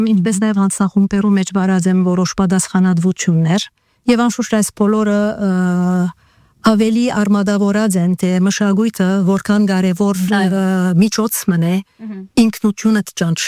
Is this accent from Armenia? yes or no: no; Lebanon; moved away as an adult; now in France; Ուրեմն Անահիտ, ես Լիբանան ծնած եմ և Լիբանանի մեջ անշուշտ ստացած եմ իմ գազմավորումս իբրև անց և իբրև հայկական մշակույթի մեջ ներգրավված անդամ։